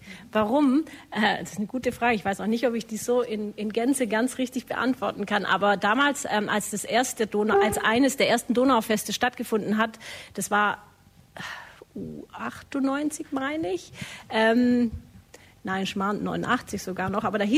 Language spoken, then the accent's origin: German; Ulm, Baden-Württemberg, Germany; Ich komme aus Deutschland, ich komme aus Ulm.